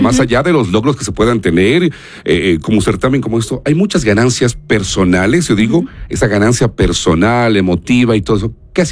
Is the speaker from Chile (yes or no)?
no; Ecuador; Como ecuatorianos, ¿cómo podemos apoyar para que quede en alto el nombre de Ecuador